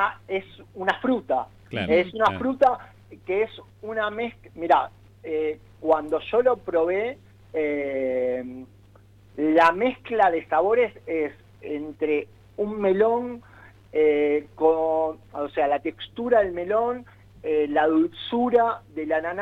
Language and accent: Spanish; Buenos Aires, Argentina; yo justo no solo soy bonaerense, sino que vivo en zona sur.